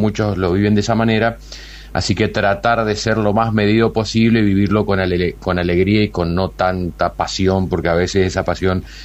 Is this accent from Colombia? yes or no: no; Argentina; más siendo argentino